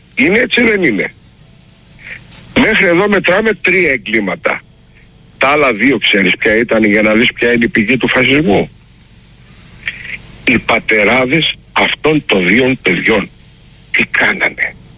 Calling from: Greece

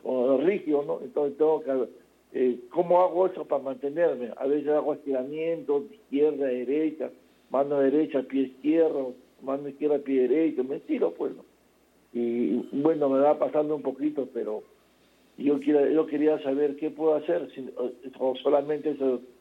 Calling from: Trujillo, La Libertad, Peru; llamo de Trujillo.

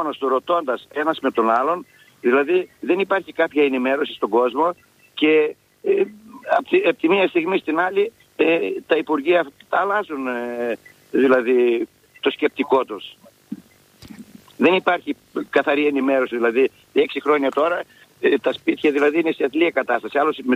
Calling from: Thessaly, Greece

